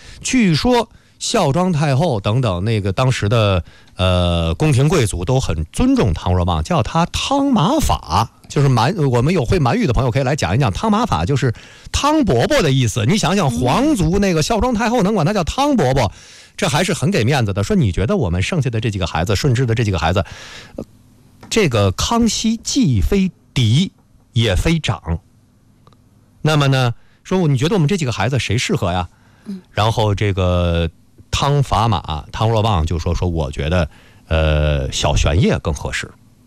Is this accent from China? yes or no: yes; China